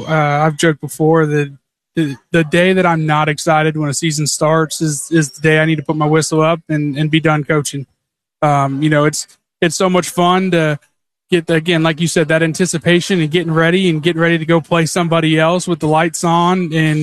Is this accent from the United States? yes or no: yes; Orlando, Florida, United States; Growing up in Orlando and having UCF right there in your back door, and how big it was back home